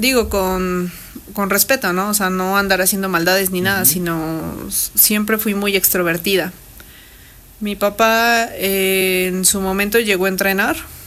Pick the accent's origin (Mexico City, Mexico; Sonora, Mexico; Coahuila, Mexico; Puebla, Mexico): Puebla, Mexico; Soy originaria de Puebla.